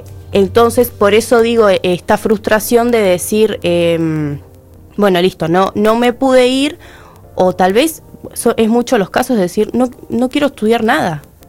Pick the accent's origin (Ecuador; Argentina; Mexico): Argentina; Río Gallegos, Santa Cruz; nosotros los adolescentes que somos de Río Gallegos